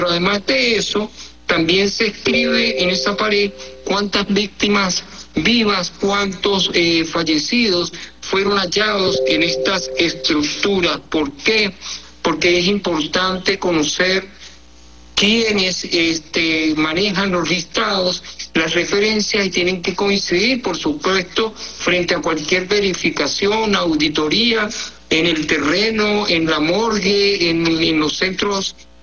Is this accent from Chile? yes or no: no; Venezuela; lo que nos corresponde como ciudadanos venezolanos